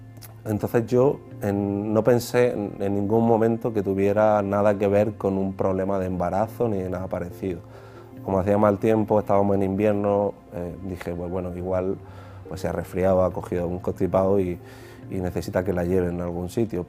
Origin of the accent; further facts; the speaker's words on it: Almería, Andalusia, Spain; moved away as an adult; soy de Almería y bueno, he vivido toda la vida allí, ¿no? Pero decidí embarcarme en una aventura en un momento determinado, en 2019, hacia Nueva York